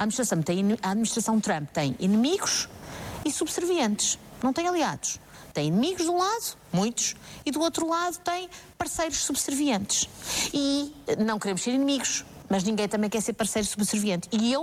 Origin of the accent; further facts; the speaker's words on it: Portugal; Eu sinto-me embaraçada enquanto portuguesa.